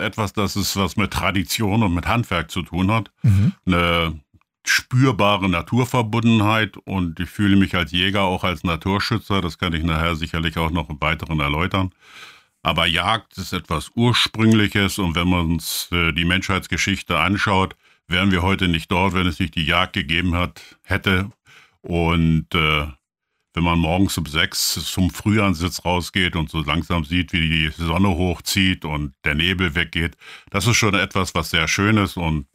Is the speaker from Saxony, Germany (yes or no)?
yes; Saxony, Germany; in unserer auch sächsischen Welt